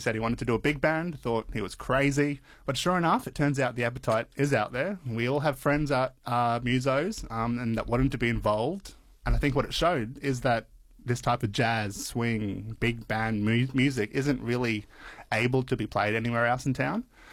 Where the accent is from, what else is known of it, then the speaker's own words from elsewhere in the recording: Townsville, Queensland, Australia; being a kid growing up in North Queensland, I wanted to play music.